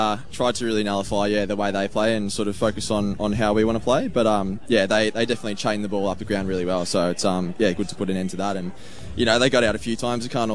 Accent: Melbourne, Victoria, Australia; I grew up in Seddon myself, so I was a original Seddon Hawk before the merge.

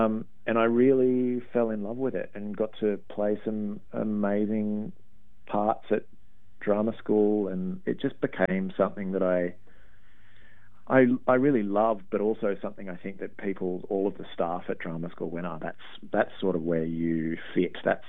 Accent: Melbourne, Victoria, Australia; moved away as an adult; also born or lived in London; it wasn't because I was from Melbourne.

